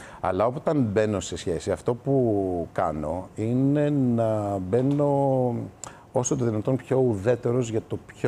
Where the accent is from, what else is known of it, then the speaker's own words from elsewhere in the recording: Greece; γι' αυτό είμαι Έλληνας προφανώς